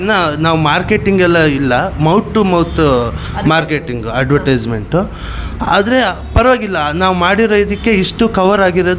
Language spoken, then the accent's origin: Kannada; Thirthahalli, Karnataka, India; also born or lived in Bengaluru; now in Thirthahalli, India; ನಾನು ಆ್ಯಕ್ಚುಲಿ ಎಲ್ಲ ಓದಿದ್ದೆಲ್ಲ ತೀರ್ಥಹಳ್ಳಿಲಿ.